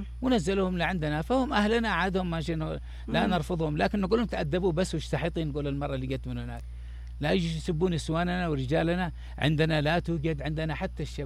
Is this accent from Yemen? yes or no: yes; Sanaa, Yemen; احنا كلنا عايشين الآن في صنعاء